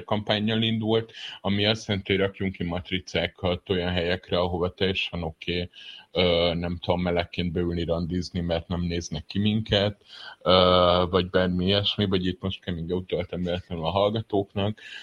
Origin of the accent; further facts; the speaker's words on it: Pécs, Baranya, Hungary; én Pécsről származom